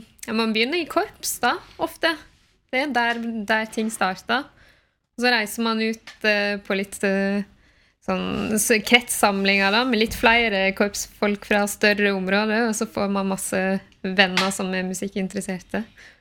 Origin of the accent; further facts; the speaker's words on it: Breim, Vestland, Norway; moved away as an adult; now in Oslo, Norway; Jeg kommer fra Nordfjord, fra Breim I Sogn og Fjordane, og ja, spiller saks, har vokst opp der og har kommet til Oslo